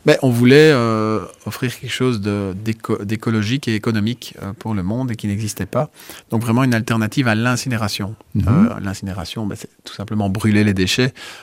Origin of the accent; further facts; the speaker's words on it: Liège, Wallonia, Belgium; belge, wallonne, montoise, mais avec le cœur liégeois, parce que moi-même, je suis liégeois.